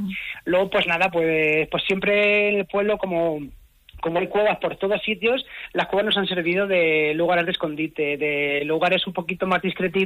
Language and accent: Spanish; Gárgoles, Castilla-La Mancha, Spain; born or raised there